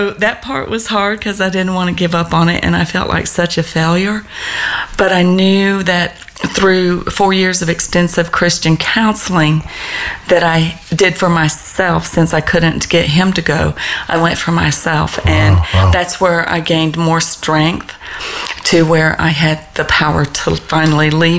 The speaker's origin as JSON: {"language": "English", "region": "Alabama", "country": "United States", "tie": "born or raised there", "also_born_or_lived": "Elmira, New York / South Carolina / Florida", "said": "I actually was born in Elmira, New York in the early 60s. And after mom and dad divorced, I was raised by my Alabama mom."}